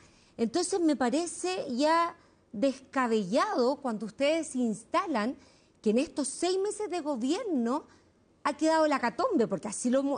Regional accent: Puente Alto, Santiago Metropolitan Region, Chile; Vengo de Puente Alto y lo que más Duele es ver a familias sin tener sustento para poder llegar a fin de mes.

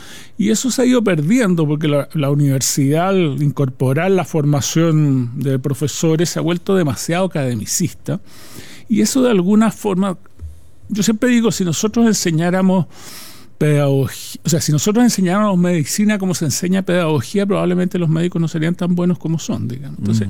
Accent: Lago Ranco, Los Ríos, Chile; Crecí más bien en Lago Ranco

